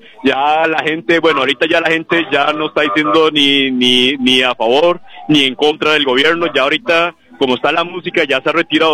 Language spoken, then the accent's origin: Spanish; Costa Rica